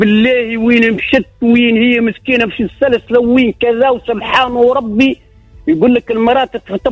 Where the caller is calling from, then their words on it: Bou Hajla, Kairouan Governorate, Tunisia; من سيدي عمر بوحاجل.